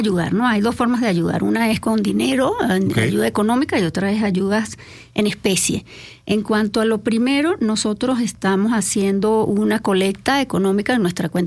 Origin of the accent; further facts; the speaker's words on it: Venezuela; now in Mexico; Fíjate, nosotros como venezolanos nos impacta mucho el tema de los gastos hidráulicos y de uh-huh. cómo se hacen las cosas. Acá estamos acostumbrados ya a los temblores.